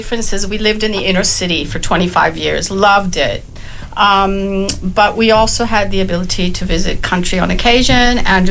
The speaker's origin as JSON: {"language": "English", "country": "Mexico", "tie": "born or raised there", "also_born_or_lived": "United States", "moved": "yes", "said": "Well, I was born and raised in Latin America in Mexico."}